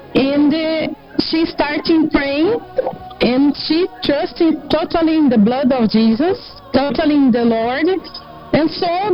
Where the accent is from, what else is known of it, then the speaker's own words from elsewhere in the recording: Iturama, Minas Gerais, Brazil; I'm from Iturama, Minas Gerais.